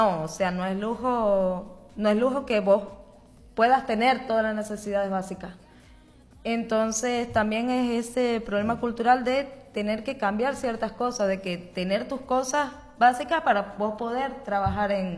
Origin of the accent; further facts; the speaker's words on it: Maracaibo, Zulia, Venezuela; moved away as an adult; now in Santiago, Chile; Yo llegué en pleno invierno y yo no tenía ropa de invierno ni a palo porque en Venezuela, va, en Maracaibo no existe el invierno.